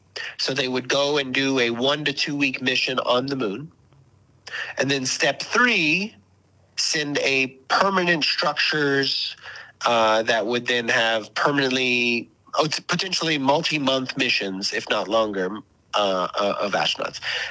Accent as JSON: {"language": "English", "region": "California", "country": "United States", "said": "Was buried this little nugget, which as a Californian, people are quite upset."}